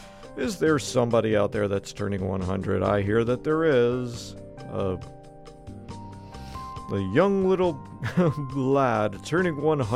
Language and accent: English; United States; I grew up in America. I took a economics class and stuff like that.